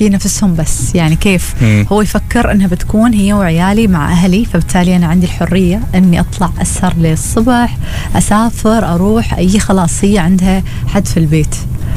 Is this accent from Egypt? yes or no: no; Oman; احنا كعمانيين